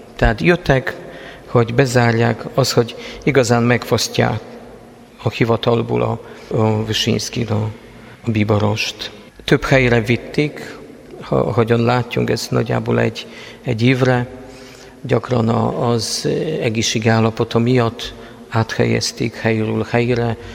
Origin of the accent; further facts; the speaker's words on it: Prudnik, Opole Voivodeship, Poland; Hungarian is a second language; moved away; én Prudnikban születtem.